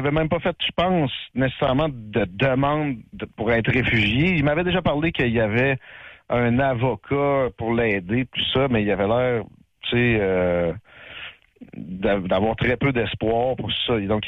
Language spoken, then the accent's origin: French; Canada; Je suis un Canadien français.